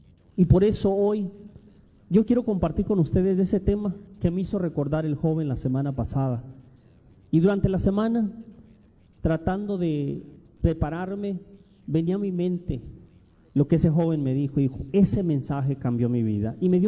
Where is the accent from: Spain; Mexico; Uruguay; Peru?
Mexico; Tijuana, Baja California; born there; yo soy nacido en Tijuana.